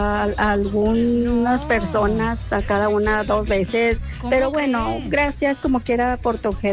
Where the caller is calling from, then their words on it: Cadereyta Jiménez, Nuevo León, Mexico; aquí escuchándote de Cadereyta.